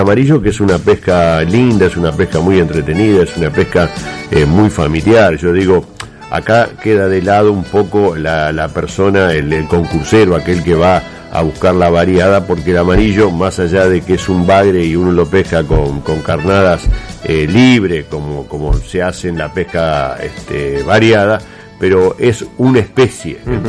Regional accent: Santa Fe, Argentina; nosotros como santafesinos

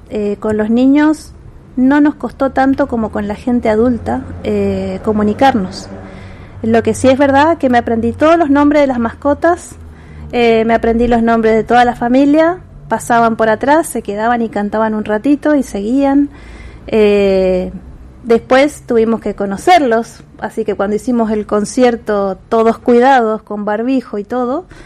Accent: Corrientes, Argentina; now in Santa Fe, Argentina; yo, que soy de Corrientes, donde los coros no son mayoría.

